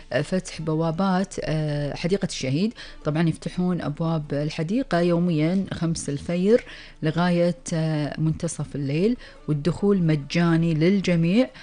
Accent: Kuwait; ديرتنا الحبيبة الكويت

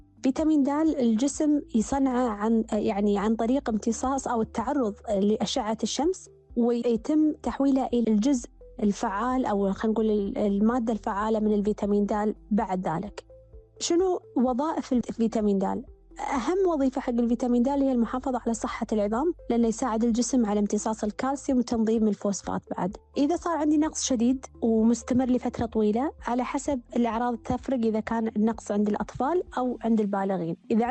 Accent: Kuwait; مثل ما إحنا عندنا بالكويت

